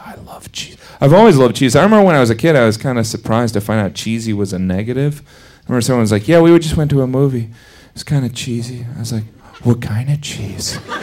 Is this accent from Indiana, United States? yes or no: yes; Indiana, United States; born or raised there